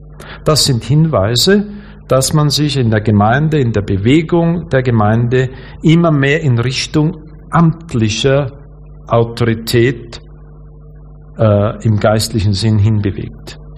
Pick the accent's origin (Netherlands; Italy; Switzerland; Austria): Austria; Wie gesagt, ich komme aus Österreich. Dort führt uns die römisch-katholische Kirche das bis zur Perfektion vor.